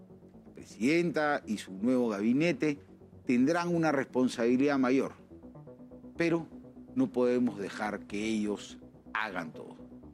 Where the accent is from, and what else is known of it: Peru